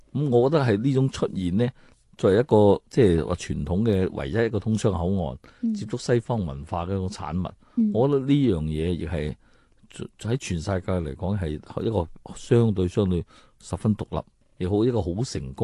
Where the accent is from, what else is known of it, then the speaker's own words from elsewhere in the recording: Guangdong, China; 所以现在我们广东人粤语还叫做马路